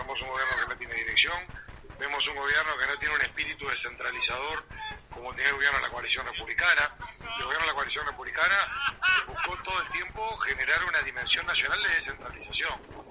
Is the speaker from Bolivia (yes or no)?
no; Uruguay